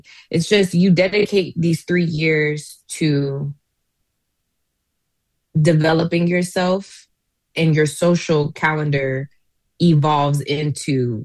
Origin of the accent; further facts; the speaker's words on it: Atlanta, Georgia, United States; moved away; I'm originally from Atlanta